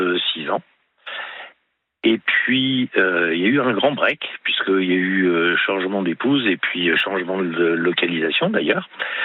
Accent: Palaiseau, Île-de-France, France; now in Moselle, France; Moi, je suis d'origine en région parisienne.

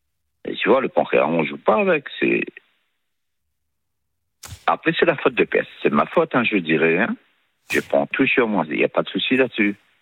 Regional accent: Réunion; J'ai toujours vécu à La Réunion.

